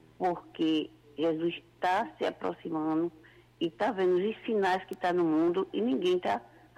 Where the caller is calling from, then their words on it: Pernambuco, Brazil; Maragibe, Maragibe, Pernambuco.